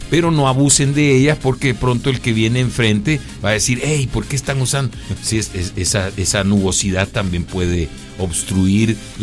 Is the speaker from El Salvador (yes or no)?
yes; El Salvador